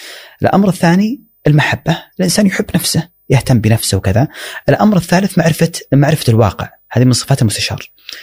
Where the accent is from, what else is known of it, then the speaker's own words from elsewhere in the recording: Saudi Arabia; إذا قيل ما قبيلة تقول أنا سعودي.